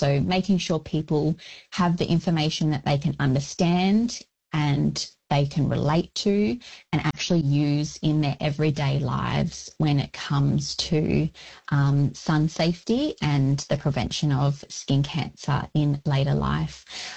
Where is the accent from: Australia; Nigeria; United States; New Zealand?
Australia; Bunbury, Western Australia; So I'm a proud Wilman Noongar woman. So Noongar from the southwest region of Western Australia. I was actually born and raised on Wadandibudja, which is down in the Goomberup, which is Bunbury region of Noongar country.